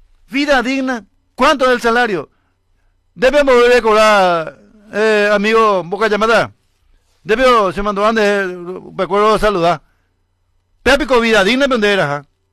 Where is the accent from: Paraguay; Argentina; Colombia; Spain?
Paraguay; somos pelotudos los paraguayos.